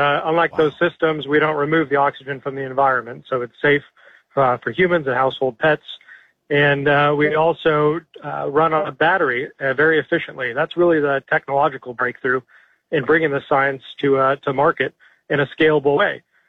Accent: Altadena, California, United States; I witnessed the LA fires in my hometown of Altadena, and looked at that devastation.

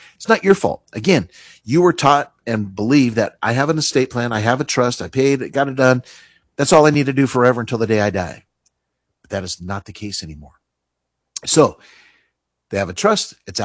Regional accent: Reno, Nevada, United States; moved away; I was raised in Reno, moved away, and then came back and opened the office in, 2004, I guess it was.

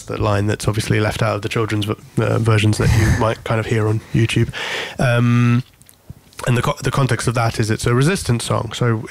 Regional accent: Corfu, Ionian Islands, Greece; the Seven Islands chain that I grew up in Corfu, which is at the top of the chain.

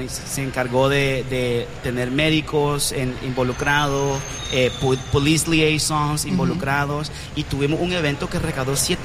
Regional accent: Managua, Nicaragua; soy cuarta generación en la colonia, entonces todos me conocen, todos saben que soy el hijo de Osvaldo, el nieto de Oscar. Entonces yo era de esos niños cage free que iba del tumbo al tambo en mi área de Managua

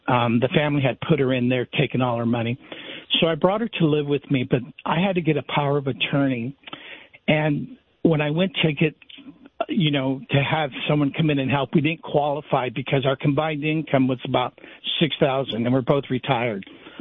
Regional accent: Sunnyvale, California, United States; And I'm from Sunnyvale, and the gentleman from Sunnyvale, his net worth is

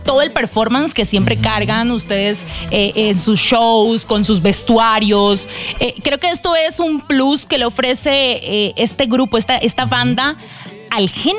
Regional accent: Colombia

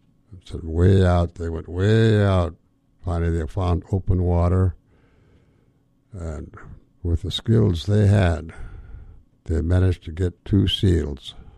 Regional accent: Dry Bay, Alaska, United States; born there; I'm a Tlingit Indian, an Eagle Thunderbird. I was born in Dry Bay, about 65 miles below Yakutat. Yakutat being the nearest post office, of course, I have to say I was born in Yakutat.

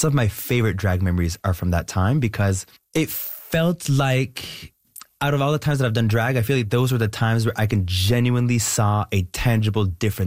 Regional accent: Canada; As soon as I walk around and I say I'm French Canadian, we assume automatically that I'm from Quebec.

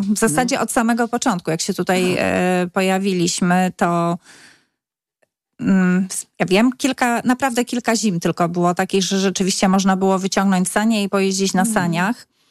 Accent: Subcarpathian Voivodeship, Poland; moved away; Tak, przyjechałam z Podkarpacia w 2006 roku.

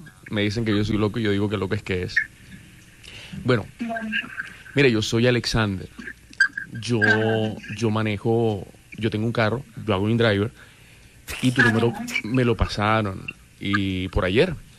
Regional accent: Barranquilla, Atlántico, Colombia; Yo soy de aquí de Barranquilla.

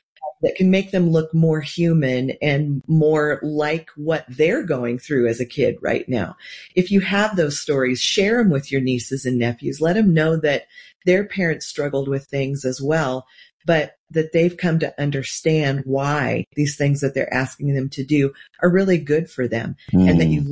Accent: Nebraska, United States; Well, I grew up in Nebraska, and we have no professional sports teams there, and so you get to pick what you like.

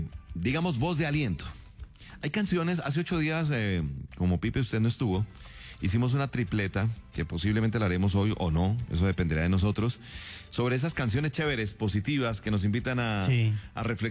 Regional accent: Colombia

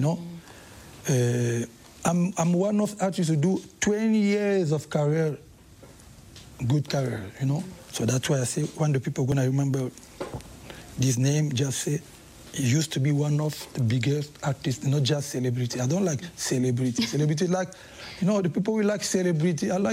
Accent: DR Congo; English is a second language

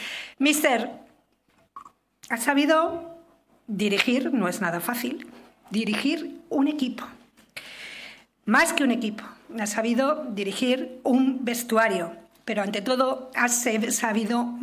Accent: Cantabria, Spain; Sin complejos, con mucha humildad, como somos nosotros los cántabros, pero sin complejos

